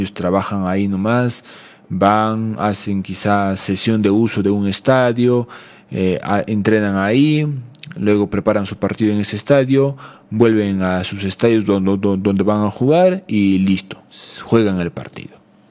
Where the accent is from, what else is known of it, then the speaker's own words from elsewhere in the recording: Peru; en Perú, nosotros nunca hemos albergado Copa América